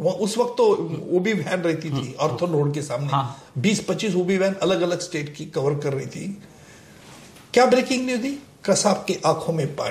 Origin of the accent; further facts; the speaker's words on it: Jalgaon, Maharashtra, India; moved away; मेरा गांव है, वहां बर्थ हुआ, वहां एजुकेशन हुआ, लेकिन जो हमारी एग्रीकल्चर लैंड है वो छोटा सा विलेज है